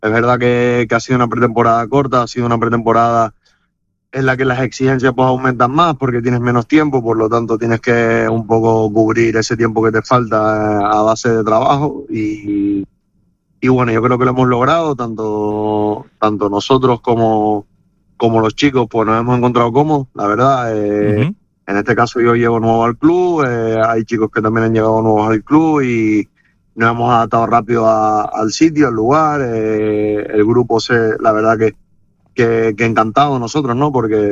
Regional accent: Canary Islands, Spain; somos canarios

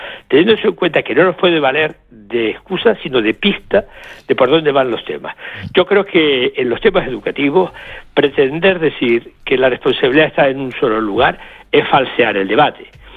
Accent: Canary Islands, Spain

